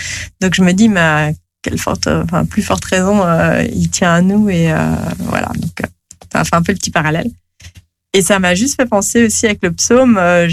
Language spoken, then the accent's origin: French; Geneva, Switzerland; on a laissé tout ce qui était, je viens de Genève, donc on a laissé à Genève tout ce qui était à Genève